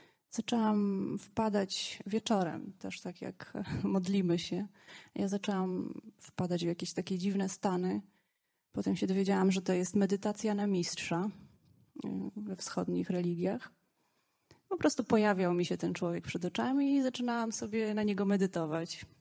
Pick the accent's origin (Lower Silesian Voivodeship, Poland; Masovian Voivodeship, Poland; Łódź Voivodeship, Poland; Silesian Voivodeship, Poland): Masovian Voivodeship, Poland; Warsaw; moved away as an adult; wyjeżdżam za moim partnerem z Warszawy, skąd pochodzę i gdzie mieszkaliśmy.